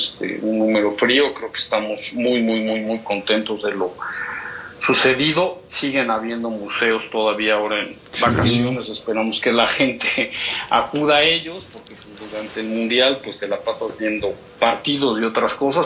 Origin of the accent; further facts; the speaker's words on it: Mexico; como país, como mexicanos